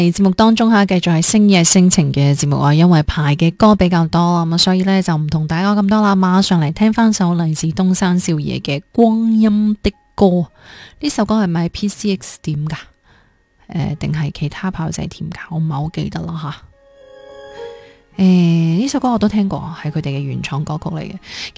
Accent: Guangdong, China; 我哋广东人

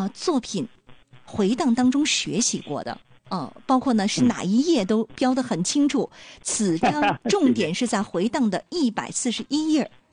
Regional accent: Dalian, Liaoning, China; 作为咱们大连人的话

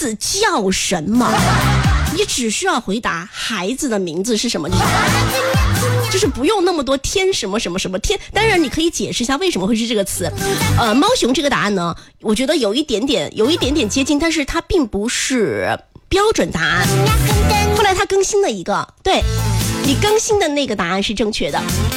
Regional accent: Sichuan, China; accent: Sichuanese; 你比如说像我们四川话讲这个称花，四川方言叫层花

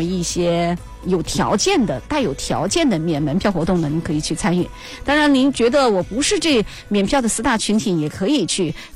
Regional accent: Jiangjin, Chongqing, China; 那接下来我们把目光来转向我们江津区。江津区呢是一个物产非常丰富的一个区县啊，也是我们的家乡。

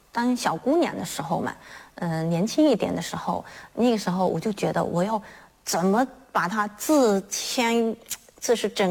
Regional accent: Fujian, China; 因为我们福建人都是爱说福建人嘛，

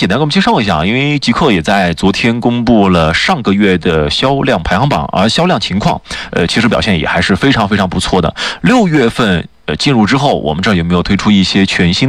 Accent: China

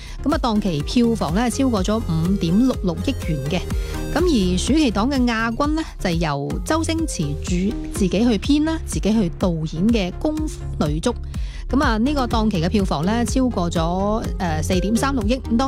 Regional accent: Guangdong, China; 我哋广东人咧系非常之系支持电影啦

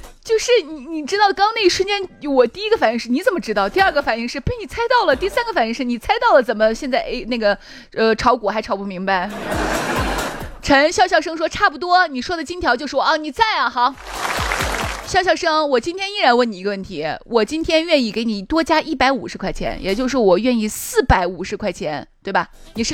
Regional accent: Shaanxi, China

